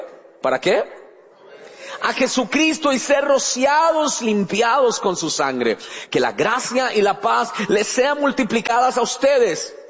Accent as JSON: {"language": "Spanish", "region": "Bogotá", "country": "Colombia", "said": "yo soy colombiano, yo sé que a veces sueno como mexicano, colombiano, pero soy bogotano"}